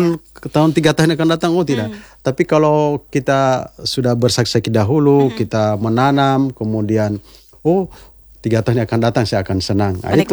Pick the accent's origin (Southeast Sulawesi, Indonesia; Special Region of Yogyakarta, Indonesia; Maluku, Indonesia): Southeast Sulawesi, Indonesia; moved away; rakyat kita, masyarakat kita di Konawe ini